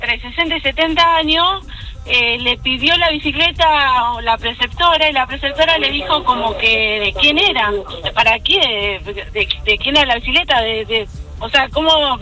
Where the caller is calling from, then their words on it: Zavalla, Santa Fe, Argentina; vivo en un pueblo.